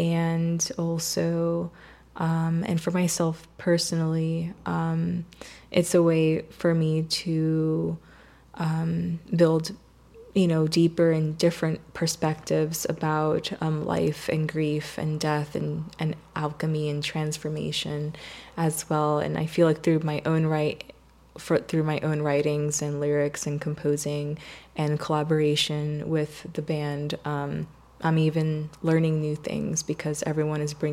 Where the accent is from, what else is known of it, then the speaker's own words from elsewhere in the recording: Puerto Rico; I'm from Puerto Rico, and in Puerto Rico, like our indigenous nation is Taíno, which is also part of my ancestry and my heritage.